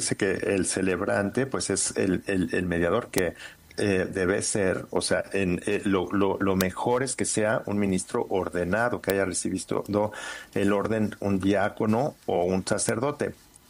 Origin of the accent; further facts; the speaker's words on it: Mexico; Porque ella escogió esa casa y porque yo soy mexicano. Pero sabemos los mexicanos muy bien, ¿no?